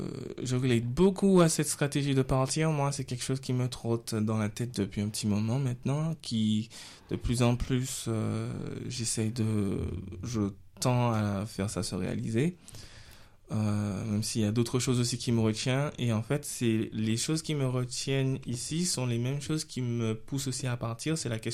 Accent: Martinique; now in France; Je vais rentrer chez moi en Martinique

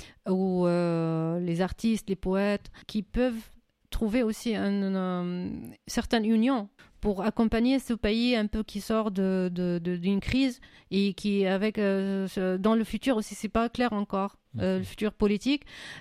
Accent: Syria; now in France; comme poétesse syrienne

